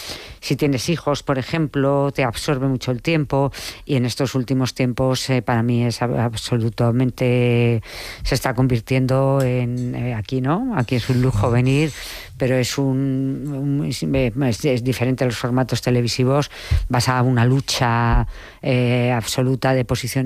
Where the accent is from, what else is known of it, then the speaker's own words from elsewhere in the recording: Madrid, Community of Madrid, Spain; que a lo mejor cuando éramos jóvenes, yo que soy de Madrid, ese problema no lo tenías